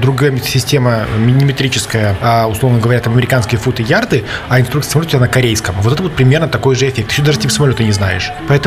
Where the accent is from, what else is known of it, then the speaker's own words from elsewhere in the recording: Belarus; только мы белорусы, по двум соседним областям в 4 раза